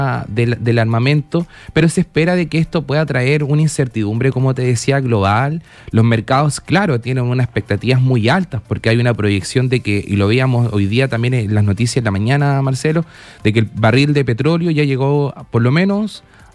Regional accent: Chile; nosotros como chilenos

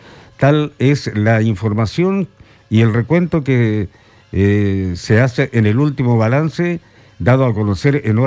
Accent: Chile; nuestra gran preocupación, como muchos chilenos, está precisamente centrado en las circunstancias de nuestros compatriotas en la zona sur de nuestro país.

